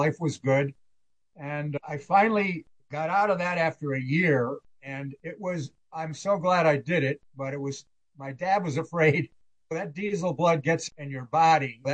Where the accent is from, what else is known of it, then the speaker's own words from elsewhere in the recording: East Hartford, Connecticut, United States; I grew up in East Hartford. My dad worked at Pratt & Whitney, and like everybody in East Hartford did.